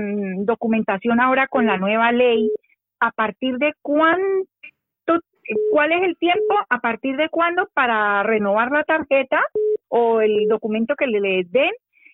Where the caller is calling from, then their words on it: Madrid, Community of Madrid, Spain; de Vallecas.